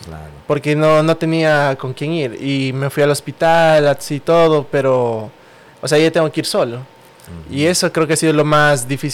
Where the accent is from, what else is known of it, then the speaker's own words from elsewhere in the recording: Riobamba, Chimborazo, Ecuador; moved away as an adult; now in Manta, Ecuador; Yo nací en Riobamba, actualmente me desempeño mucho en lo que es la ciudad de Manta